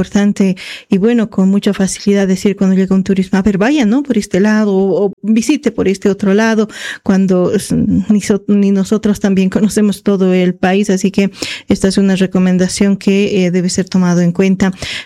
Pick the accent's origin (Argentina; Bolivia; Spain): Bolivia; muchas veces como bolivianos, por ejemplo, no conocemos nuestro país